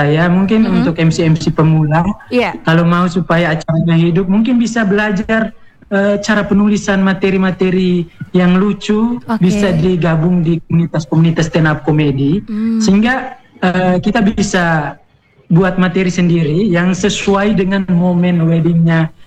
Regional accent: Indonesia; asal saya dari Desa Walitsala nih.

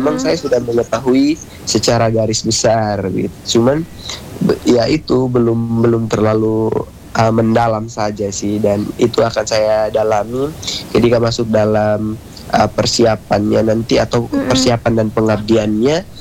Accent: Raijua Island, East Nusa Tenggara, Indonesia; saya sebagai pemuda yang lahir besar di Pulau Raijua, Kabupaten Sabu Raijua

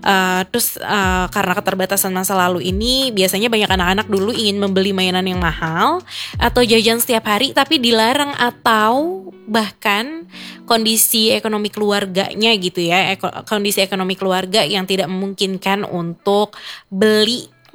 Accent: Jakarta, Indonesia; moved away as an adult; now in Manado, Indonesia; Aku orang Jakarta yang merantau ke sini gitu kan, ke Manado, terus siaran di sini gitu.

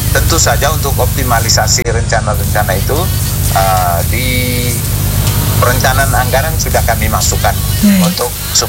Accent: Ende, East Nusa Tenggara, Indonesia; citra diri kita, jati diri kita sebagai orang Ende yang bertanggung jawab terhadap kebersihan kota.

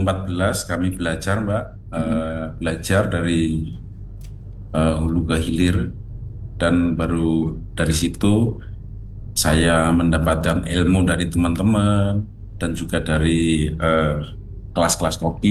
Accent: Indonesia; di tempat kami, rata-rata di dusun kami, khususnya di Dusun Ngemplak itu rata-rata dari semua keluarga mempunyai tanaman kopi, kebun kopi

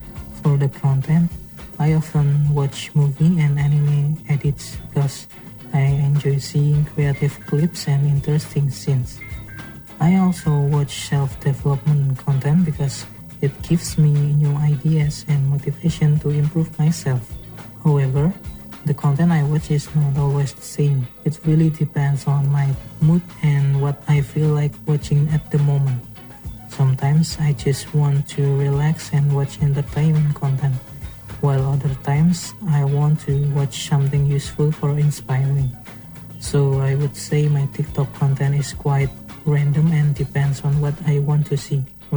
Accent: Boyolali, Central Java, Indonesia; English is a second language; I'm from Boyolali.

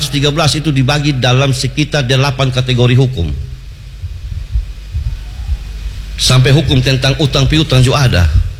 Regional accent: East Nusa Tenggara, Indonesia; Kami orang Pura itu, kami banyak tanam pohon bambu.

